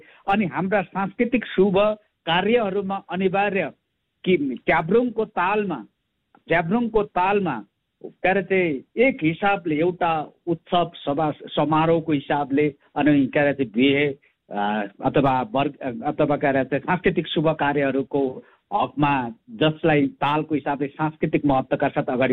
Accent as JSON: {"language": "Nepali", "region": "Koshi Province", "country": "Nepal", "tie": "born or raised there", "said": "मेरो गाउँघर टोलबस्ती 70 गाउँपालिकाभित्र, म 70 गाउँपालिकाको अहिले गाउँपालिका प्रमुख पनि भएकोले"}